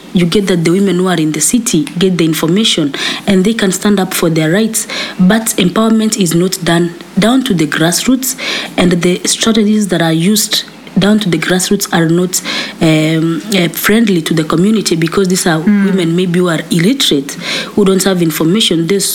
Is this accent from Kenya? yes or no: yes; Kenya; And as a woman growing up in Kenya, if you have to speak against violence, then you are viewed as someone who is not woman enough